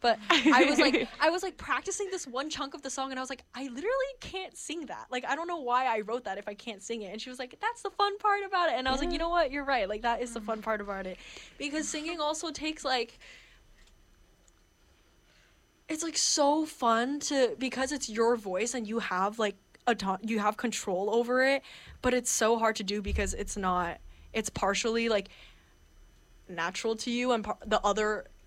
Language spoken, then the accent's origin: English; Orange County, California, United States; growing up in Orange County